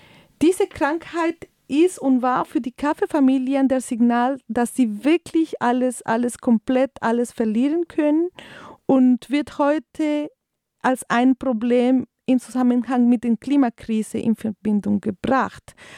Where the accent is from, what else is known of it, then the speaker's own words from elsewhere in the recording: Norte de Santander, Colombia; Und ich komme ursprünglich tatsächlich aus Norte de Santander. Das ist eine nordöstliche Region, wo die Kordillere des Anden Richtung Venezuela Karibik geht.